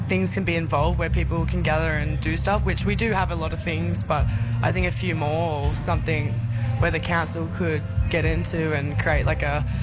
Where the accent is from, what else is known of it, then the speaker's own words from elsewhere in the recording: Port Macquarie, New South Wales, Australia; now in Coonabarabran, Australia; I am from Port Macquarie originally, from the coast, and so I didn't think I would actually like Coonabarabran at the start, but since living here